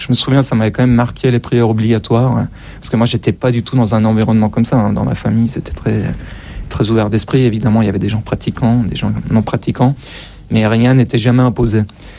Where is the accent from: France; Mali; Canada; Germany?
France; Rennes, Brittany; also born or lived in Tehran, Iran; Mais en fait, oui, quand j'avais deux ans, mes parents se sont installés à Rennes, en Bretagne, parce qu'ils avaient tous les deux décidé de continuer leurs